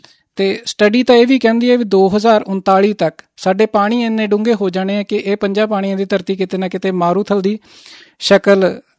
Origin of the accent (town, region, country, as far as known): Punjab, India